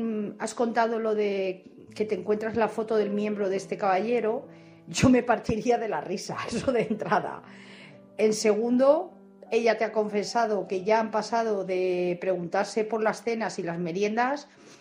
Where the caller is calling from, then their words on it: Madrid, Community of Madrid, Spain; de Madrid.